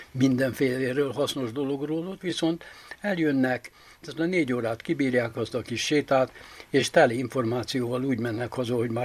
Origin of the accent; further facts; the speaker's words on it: Baranya, Hungary; moved away; gyerekkoromban, mint a Mecsekben nőttem fel, Baranya megyébe, a hegyek között, közel az erdőhöz